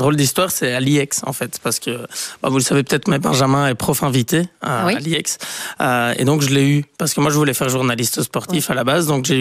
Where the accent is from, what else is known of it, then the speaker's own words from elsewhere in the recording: Bastogne, Wallonia, Belgium; moved away as an adult; now in Brussels, Belgium; Moi j'ai grandi là-bas jusqu'à mes 18 ans, puis je suis venu à Bruxelles